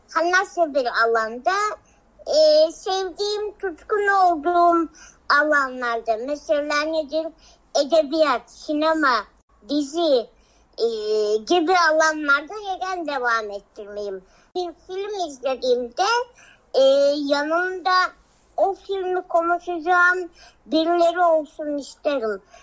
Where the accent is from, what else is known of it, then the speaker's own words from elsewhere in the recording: Adana, Turkey; ve bir Adanalıyım.